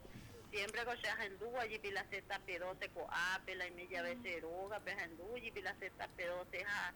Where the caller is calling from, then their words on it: Ciudad del Este, Alto Paraná, Paraguay; De Ciudad del Este.